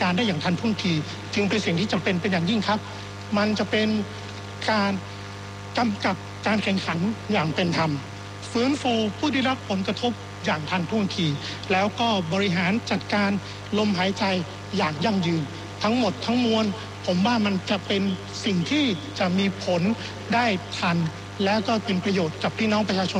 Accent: Chiang Rai, Thailand; ผมมาจากจังหวัดเชียงราย

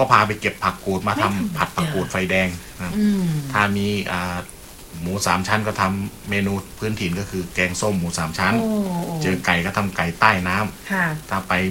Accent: Roi Et, Thailand; เดิมคนร้อยเอ็ดครับผมคนอีสาน

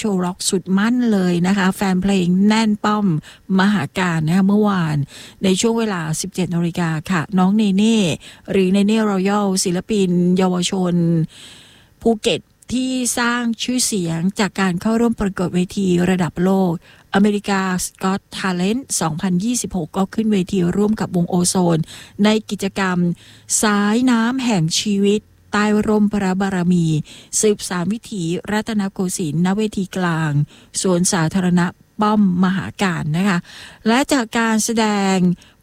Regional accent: Southern Thailand, Thailand; ซึ่งเราชาวใต้จะเรียกกันว่าวัดพระธาตุนครศรีธรรมราชนะคะก็เป็นศูนย์รวมจิตใจของคนไทยและโดยเฉพาะชาวใต้มาอย่างช้านานทีเดียวนะคะ

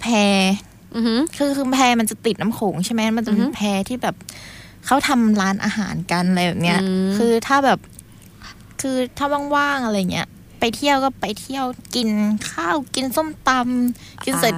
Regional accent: Nong Khai, Thailand; moved away; ปิดเทอมนี้มีแพลนจะกลับบ้านเกิด บ้านเกิด อย่า ที่ไหน หนองคายแน่นอน

